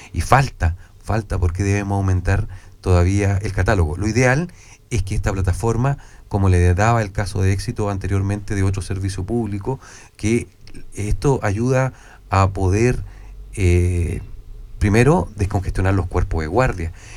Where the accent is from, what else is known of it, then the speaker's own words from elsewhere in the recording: Castro, Los Lagos, Chile; como buen nacido y criado en Chiloé, Castro, trabajé en esta zona